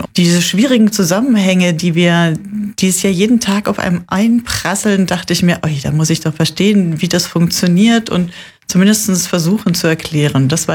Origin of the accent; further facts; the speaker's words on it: Munich, Bavaria, Germany; moved away as an adult; also born or lived in Landsberg am Lech; Ich bin dort geboren, aber seitdem ich 3 bin, bin ich nach München gekommen und bin da in Schwabing in der Leopoldstraße aufgewachsen, zur Schule gegangen, habe dort studiert. Also ich fühle mich eigentlich dann schon eher als Münchnerin.